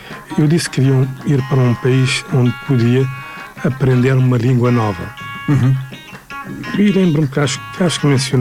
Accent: Nouakchott, Mauritania; now in France; O choque foi grande, porque Paris era muito diferente do sítio onde eu vinha. Embora eu vinha de uma cidade de Nouakchott, né? Mas Estava em Nouakchott na altura.

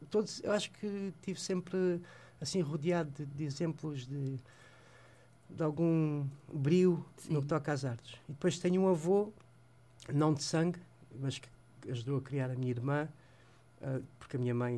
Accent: Odivelas, Lisbon, Portugal; E depois temos ali onde eu cresci, onde eu vivi, no bairro de São Jorge, ali ao pé em Odivelas.

